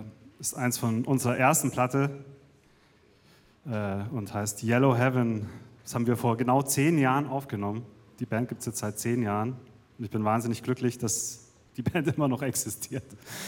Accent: Bavaria, Germany; moved away; also born or lived in Munich / New York; ich komme ja eigentlich aus Oberbayern

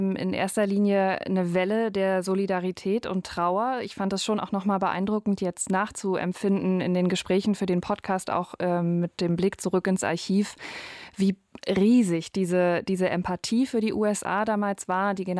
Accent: Berlin, Germany; Also ich habe selber keine Einwanderungsgeschichte. Ich bin in Berlin-Neukölln aufgewachsen.

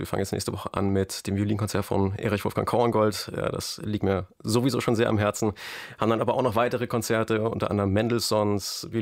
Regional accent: Bavaria, Germany; Als Bayer ist man dann natürlich ein bisschen automatisch schon naturgebunden mit den Alpen vor der Haustür.

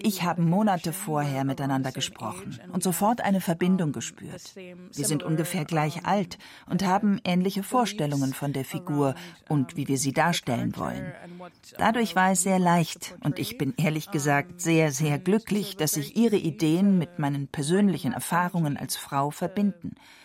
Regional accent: Trinidad & Tobago; German is a second language; now in Europe; Nach Trinidad komme ich nicht so häufig, aber ich vermisse meine Heimat sehr. Gleichzeitig habe ich hier in Europa gute Orte gefunden, besonders in Bayern und in der Schweiz.

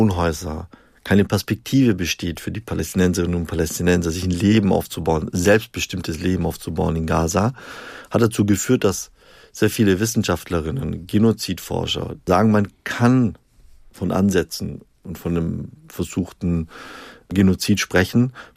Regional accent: Stuttgart, Baden-Württemberg, Germany; In der Automobilindustrie, ich komme ja aus Stuttgart, das ist ein ganz großes Thema.

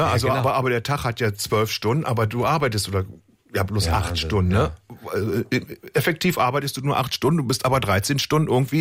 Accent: Haselünne, Lower Saxony, Germany; Ich komme aus Haselünde, bin 60.

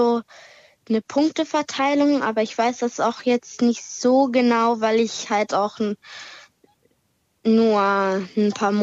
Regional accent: Hamburg, Germany

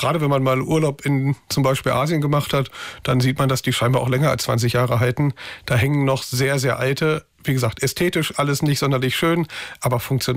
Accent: Germany; weil Autofahren können wir als Deutsche alle ganz gut.

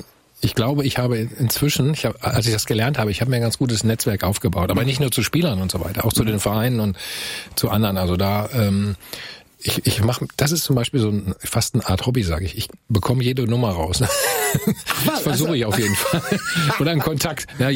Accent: Bielefeld, North Rhine-Westphalia, Germany; ich komme aus Bielefeld, aus der Ecke

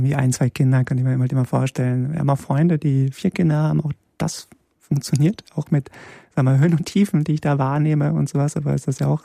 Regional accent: Poland; Ich komme ja aus Polen, da ist man, glaube ich, katholisch mit Default-Einstellung.

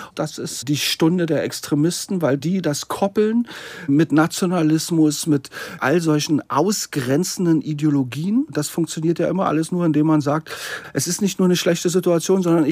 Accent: Berlin, Germany; ich bin Berliner, ich bin Prenzlauer Berger.

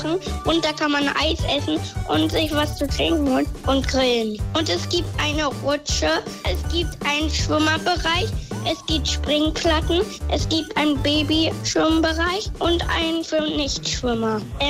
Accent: Schönberg, Mecklenburg-Vorpommern, Germany; bin 7 Jahre alt. Ich komme aus Schönberg.

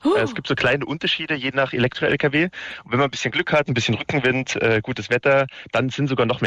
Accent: Bavaria, Germany; moved away as an adult; now in Lower Saxony, Germany; deswegen bin ich dann von Südostbayern genau nach Niedersachsen gezogen.

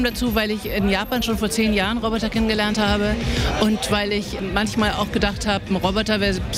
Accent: Hanover, Lower Saxony, Germany; now in Munich, Germany; denn ich bin in Hannover aufgewachsen und da war Hamburg halt immer so Ort der Sehnsucht.

